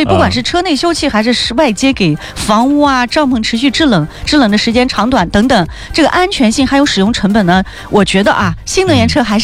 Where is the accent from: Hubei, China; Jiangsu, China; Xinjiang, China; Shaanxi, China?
Xinjiang, China